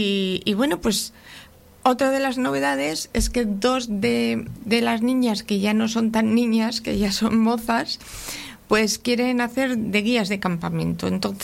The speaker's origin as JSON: {"language": "Spanish", "town": "Laredo", "region": "Cantabria", "country": "Spain", "said": "Entonces los pocos que estamos ahí por la mañana, que somos de Laredo, pues hacemos campamento por la mañana."}